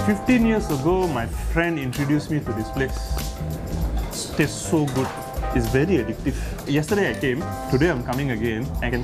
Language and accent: English; Seremban, Negeri Sembilan, Malaysia; Cantonese, however, I had a Cantonese nanny when I was small. I grew up in Seremban, and my entire neighborhood is Chinese.